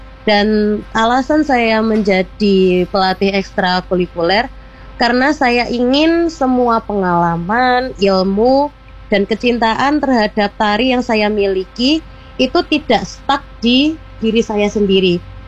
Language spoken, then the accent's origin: Indonesian; East Java, Indonesia; Misal nih seperti daerah saya khususnya di Jawa Timur memiliki pakem yang khususnya di gagahan.